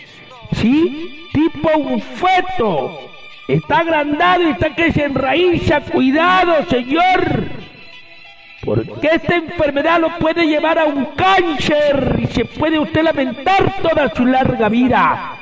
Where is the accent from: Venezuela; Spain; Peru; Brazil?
Peru; Huancabamba, Piura; por Olmo, por Botupe, ha sido al mismo Piura y hasta el mismo Laguna El Rey en Huancabamba, mi tierra.